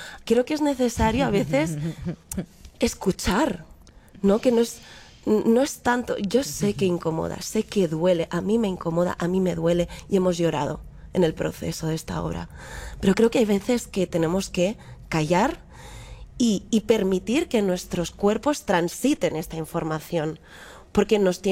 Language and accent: Spanish; Spain; Yo sí me considero española y me considero filipina.